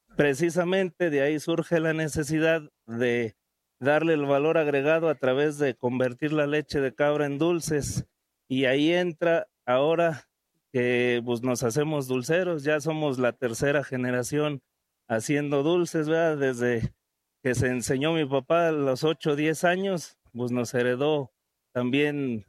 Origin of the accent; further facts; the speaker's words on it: Bernal, Querétaro, Mexico; Somos del estado de Querétaro, del municipio de Ezequiel Montes, de la delegación de Peña de Bernal.